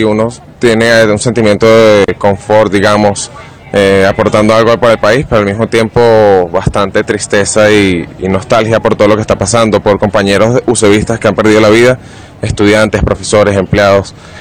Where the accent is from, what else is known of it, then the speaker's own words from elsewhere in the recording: Maracay, Aragua, Venezuela; Yo soy nativo de Maracay